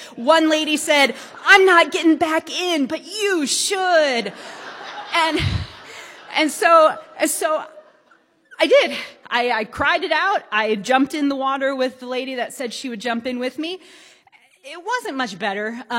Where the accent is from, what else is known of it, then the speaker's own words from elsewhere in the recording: Michigan, United States; My best friend from growing up in Michigan surprised me at the end.